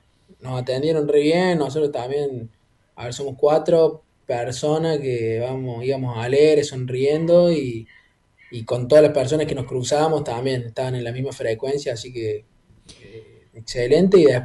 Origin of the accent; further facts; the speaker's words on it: Córdoba, Argentina; ¿de dónde vienen? De Argentina, de Córdoba.